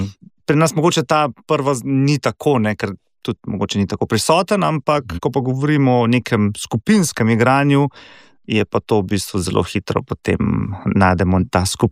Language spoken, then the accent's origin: Slovenian; Škofja Loka, Upper Carniola, Slovenia; Bobne je deleč od tega, ker dejansko pač prihajam iz Škofje Loke in tam ni bilo, ne, pač ni bilo ne učitelja, ni bilo sploh predmeta tolkala ali pa bobni.